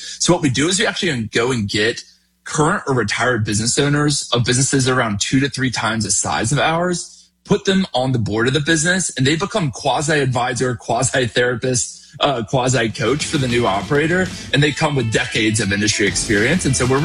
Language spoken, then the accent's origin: English; North Carolina, United States; I'm from Eastern North Carolina, so Winston-Salem isn't too far away.